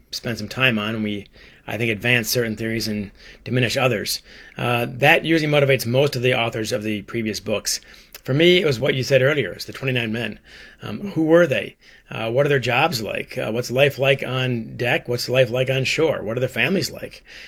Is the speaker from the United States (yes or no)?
yes; Ann Arbor, Michigan, United States; I grew up in Michigan, in Ann Arbor, I'm sure your favorite city, in Columbus. But I mean, like you guys, I grew up on the Great Lakes. I've been in all the Great Lakes.